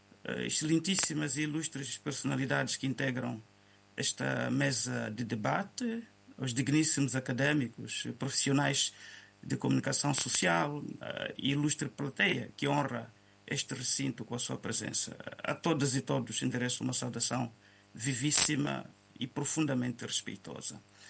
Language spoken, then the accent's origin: Portuguese; Namarói, Zambezia, Mozambique; Portuguese is a second language; eu sou de Namarói, Alta Zambésia, para quem conhece o distrito de Zambésia, e tal como muitas crianças da minha época, nós aprendemos a falar o português na escola